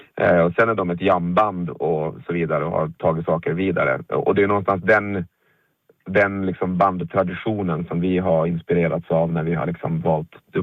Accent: Åland, Åland Islands; hemma på Åland

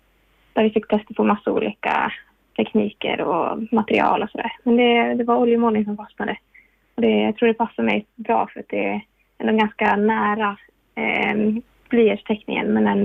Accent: Kökar, Åland Islands; moved away; Det är under mina 10 år som jag växte upp på Kökar.

